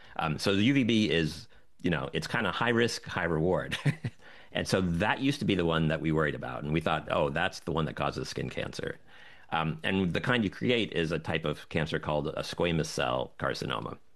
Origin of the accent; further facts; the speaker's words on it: Florida, United States; I grew up in Florida in the 80s, and 90s.